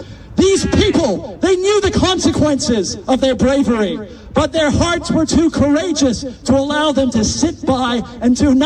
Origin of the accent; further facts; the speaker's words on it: New Zealand; I'm ashamed as a New Zealander